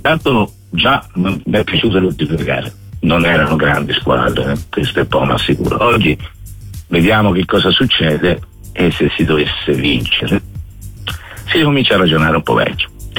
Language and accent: Italian; Florence, Tuscany, Italy; now in Bari, Italy; Io sono fiorentino, ma sto da parecchi anni qua a Bari e continuo ad essere tifoso Viola